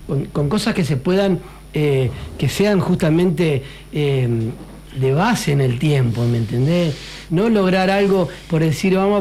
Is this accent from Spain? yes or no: no; Diamante, Entre Ríos, Argentina; esto no es en contra ni de mi pueblo que amo